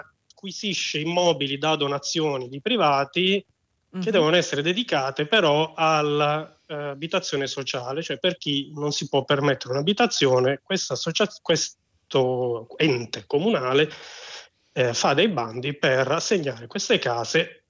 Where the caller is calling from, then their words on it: Bari, Apulia, Italy; Siamo da Bari.